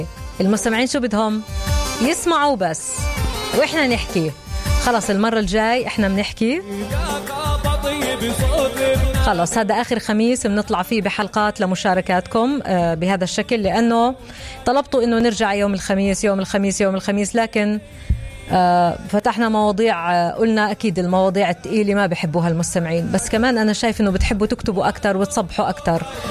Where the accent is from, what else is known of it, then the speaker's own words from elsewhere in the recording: Palestine; إحنا كشعب فلسطيني عندنا كتير مخاوف